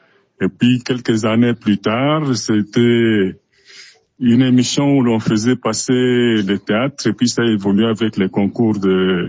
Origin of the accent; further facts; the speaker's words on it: Lubumbashi, Haut-Katanga, DR Congo; born there; also born or lived in Zambia; j'étais déjà à Lubumbashi. Bon, je suis né en Zambie. Je suis venu au pays, à Lubumbashi, pour les études. Et j'y suis resté.